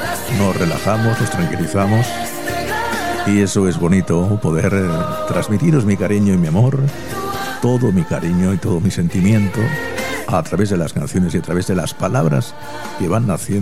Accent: Cartagena, Region of Murcia, Spain; Cartagena, mi tierra 90.1.

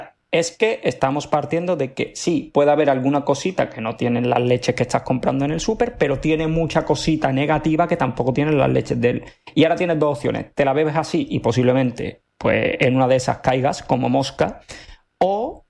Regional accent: Seville, Andalusia, Spain; yo como sevillano

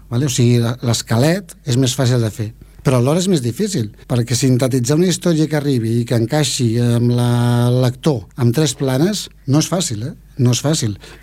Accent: Esplugues de Llobregat, Catalonia, Spain; born there; els meus pares havien viscut tota la vida a Collblanc fins que van vindre Esplugues on va néixer jo.

